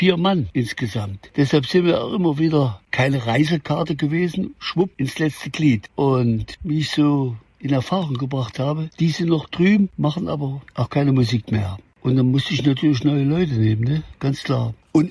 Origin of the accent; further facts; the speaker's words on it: Saxony, Germany; moved away as an adult; now in northern Germany (Mecklenburg-Vorpommern), Germany; Ja, und ich, der Sachse.